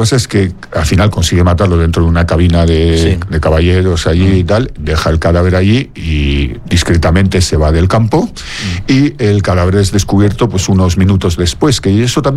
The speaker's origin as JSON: {"language": "Spanish", "town": "San Sebastián", "region": "Basque Country", "country": "Spain", "said": "no como yo, que soy donostiarra"}